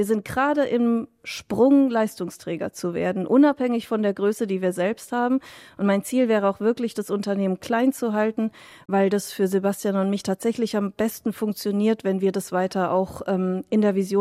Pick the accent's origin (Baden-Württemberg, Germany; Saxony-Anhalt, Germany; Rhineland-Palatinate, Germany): Baden-Württemberg, Germany; Baden-Baden; moved away as an adult; also born or lived in Osnabrück; Ich bin in Baden-Baden aufgewachsen. Das ist wirklich eine Art goldener Käfig